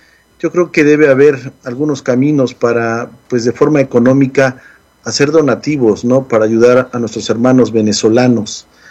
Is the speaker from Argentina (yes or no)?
no; Mexico; now in Colorado, United States; nosotros como mexicanos